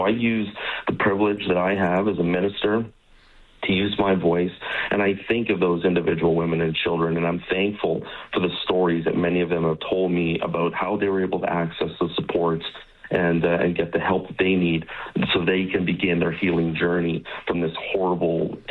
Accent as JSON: {"language": "English", "region": "Saskatchewan", "country": "Canada", "tie": "born or raised there", "moved": "yes", "lives_now": "Alberta, Canada", "said": "I grew up in another part of Canada. I grew up in Saskatchewan. I remember coming to Alberta in the late 90s with my family"}